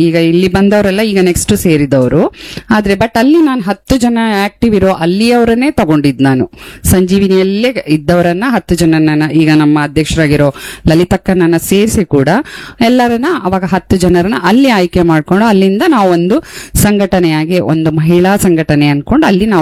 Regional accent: Raichur, Karnataka, India; also born or lived in Byndoor; now in Kota, India; ನಾವು ಮೂಲತಃ ಬೈಂದೂರವರು. ಹಾ, ನಾವು ಹುಟ್ಟಿ ಬೆಳೆದಿದ್ದೆಲ್ಲ ರಾಯಚೂರು, ಮದುವೆ ಆಗಿ ಬಂದಿದ್ ವಾಪಸ್ ಬೈಂದೂರ್ಗೆ

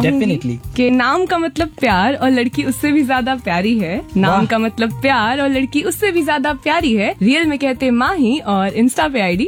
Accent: Raipur, Chhattisgarh, India; moved away as an adult; now in Moradabad, India; मैं हूँ रायपुर छत्तीसगढ़ से और मैं फिलहाल मुरादाबाद में पढ़ाई के सिलसिले में आई हुई हूँ।

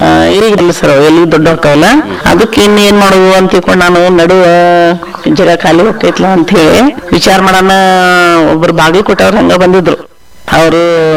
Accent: Metal, Karnataka, India; ನಮ್ಮ ಊರು ಮೇಟಾಲ್, ಮೇಟಾಲ್ ಗ್ರಾಮದ ವಾಸಿ ಇರುತ್ತೇನೆ.

